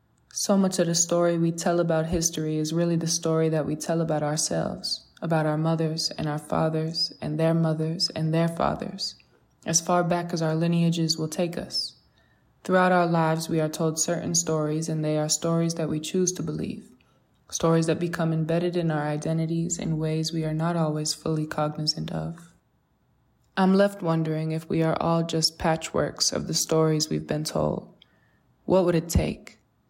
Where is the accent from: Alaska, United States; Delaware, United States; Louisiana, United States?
Louisiana, United States; New Orleans; In my hometown of New Orleans, there are at least 100 streets, statues, parks, and schools named after Confederate figures